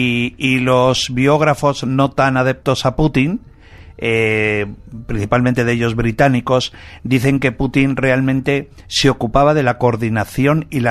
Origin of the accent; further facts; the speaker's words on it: Bilbao, Basque Country, Spain; Soy de Bilbao, joder.